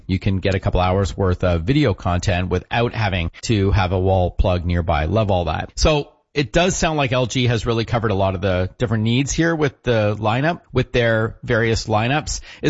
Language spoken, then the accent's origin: English; Canada; And so I have Canadian listeners on that podcast and they know I'm Canadian and they give me heck by having the announcer say … with the Z.